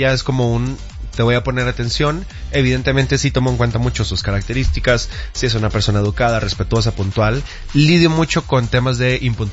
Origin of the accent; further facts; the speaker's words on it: Costa Rica; moved away as an adult; now in Mexico City, Mexico; yo vine, soy de Costa Rica.